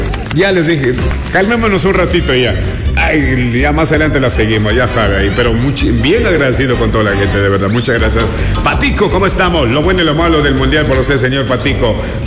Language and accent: Spanish; Ecuador; todos los ecuatorianos, obviamente, estábamos apoyando a Inglaterra